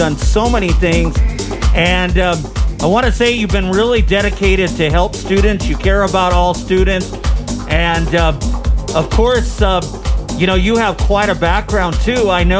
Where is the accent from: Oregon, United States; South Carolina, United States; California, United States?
California, United States; Redlands; I grew up in Redlands, and I went to a private school from first to ninth grade, and I never went to a public school till I was in high school.